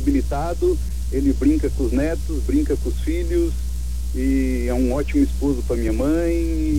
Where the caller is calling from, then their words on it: Curitiba, Paraná, Brazil; Sou de Curitiba.